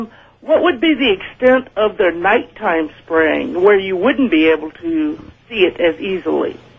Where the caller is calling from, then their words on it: Houston, Texas, United States; in Houston.